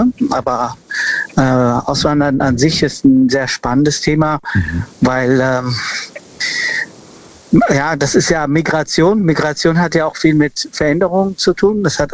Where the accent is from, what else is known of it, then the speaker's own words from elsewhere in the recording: Frankfurt, Hesse, Germany; Ich komme aus Frankfurt.